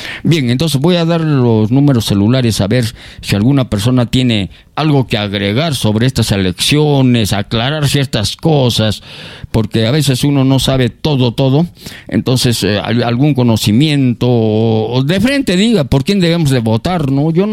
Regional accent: Lima, Peru; A mí no me vengan con cuentos que yo soy limeño

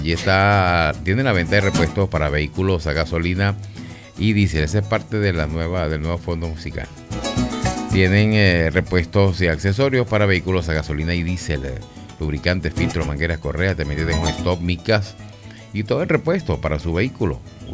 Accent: Los Llanos, Venezuela; Yo soy llanero y también del campo

